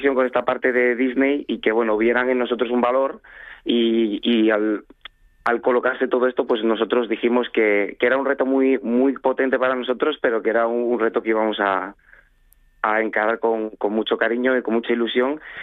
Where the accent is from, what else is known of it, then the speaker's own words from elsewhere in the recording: Avilés, Asturias, Spain; Yo Avilés, porque uh-huh. yo soy avilesino 100%, es mi tierra, y siempre estoy muy orgulloso de a cualquier lado al que voy, pues ir con Avilés por bandera